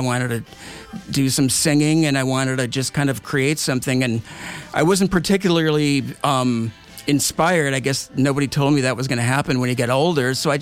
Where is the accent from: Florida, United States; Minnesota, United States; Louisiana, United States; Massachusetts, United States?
Minnesota, United States; New Prague; And so New Prague is where I grew up